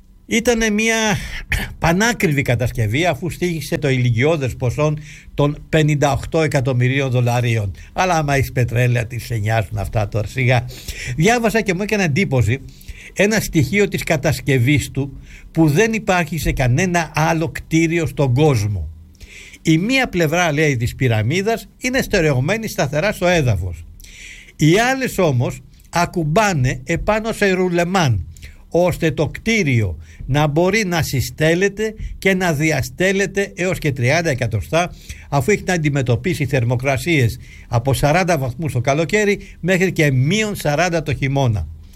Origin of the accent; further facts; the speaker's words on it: Greece; Εξήγησα όμως στον νεαρό φρουρό πως ερχόμαστε από την Ελλάδα